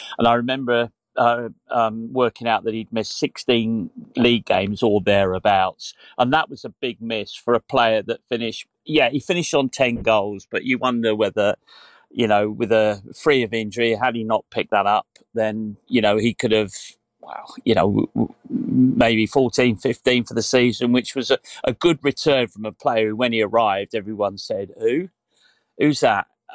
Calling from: Bolton, North West England, United Kingdom; my hometown club where I'm ringing from, well, where I'm talking to you from now, because I happen to live in Bolton.

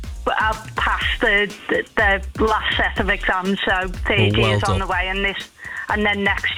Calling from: Liverpool, North West England, United Kingdom; From Liverpool.

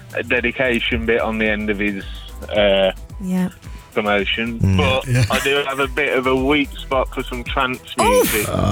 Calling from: Leicester, East Midlands, United Kingdom; I'm currently over by Leicester.

